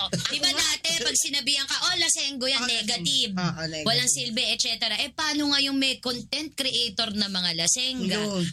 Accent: Manila, Metro Manila, Philippines; Like ako, taga-tondo ako.

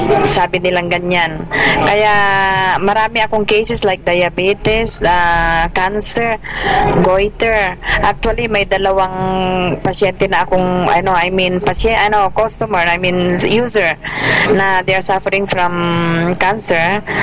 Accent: Malasiqui, Pangasinan, Philippines; Malasiki, Pangasinan. I'm from Malasiki, Pangasinan.

